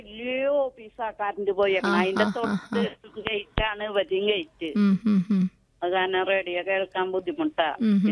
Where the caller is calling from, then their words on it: Kerala, India; മുപ്പിളിയാളേ.